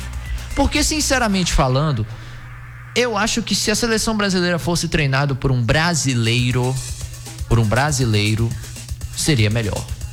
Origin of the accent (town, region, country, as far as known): Brazil